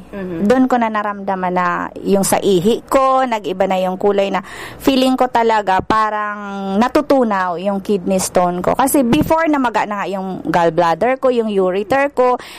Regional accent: Pio Duran, Bicol Region, Philippines; from Binodigahan, Piudoran, Albay.

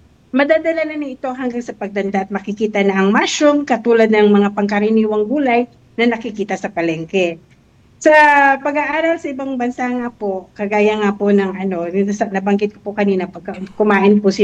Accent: Central Luzon, Philippines; Yes po, taga-Bulacan po ako

